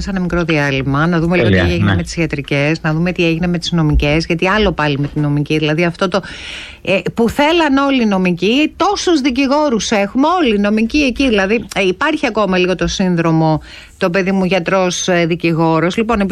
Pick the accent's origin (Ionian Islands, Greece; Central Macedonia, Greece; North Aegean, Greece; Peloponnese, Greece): Central Macedonia, Greece; Serres; Ή στα Σέρα, στην πατρίδα μου